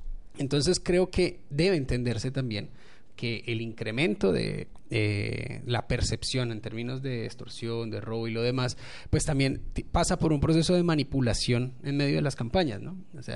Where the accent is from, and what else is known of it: Colombia